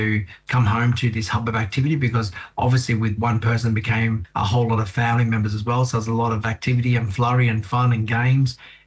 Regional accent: Australia; born or raised there

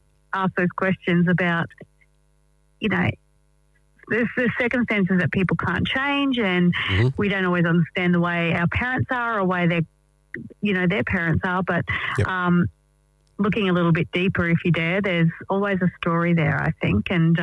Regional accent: Ipswich, Queensland, Australia; in my hometown of Ipswich here in Queensland

